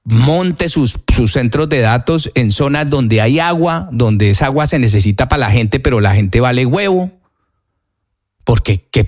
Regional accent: Colombia; somos muy queridos los colombianos

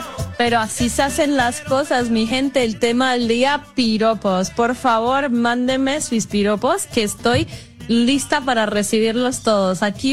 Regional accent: Colombia; moved away; Esto me lo trajo mi mamá cuando fue en su último viaje a Colombia para recordarme un poquito mis raíces, para recordarme de dónde vengo

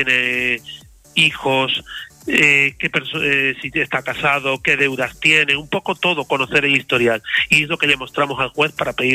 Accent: Andalusia, Spain; moved away; yo no soy de Madrid, yo soy de aquí de España, pero soy de una región de Andalucía.

